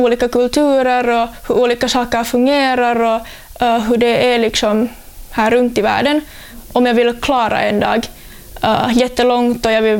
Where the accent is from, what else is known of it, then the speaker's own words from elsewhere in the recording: Espoo, Uusimaa, Finland; jag känner mig nu att jag är ändå en kines fast jag har bott och levt här i Finland hela mitt liv.